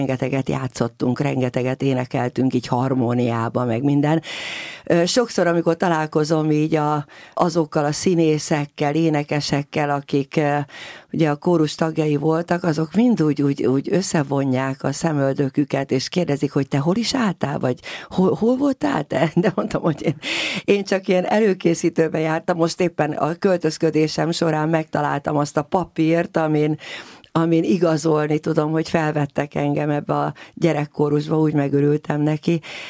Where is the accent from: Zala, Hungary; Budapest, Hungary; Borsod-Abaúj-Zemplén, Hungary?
Budapest, Hungary; annak idején a 18. kerületben nevelkedtem.